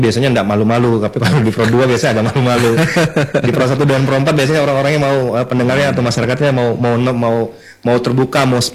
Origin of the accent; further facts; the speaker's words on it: Java, Indonesia; born there; now in Pontianak, Indonesia; saya kebetulan kan lahir di Jawa nih Pak Budi.